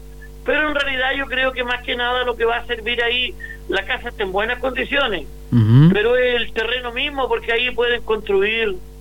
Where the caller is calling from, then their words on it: Cauquenes, Maule, Chile; yo soy de acá de Cauquenes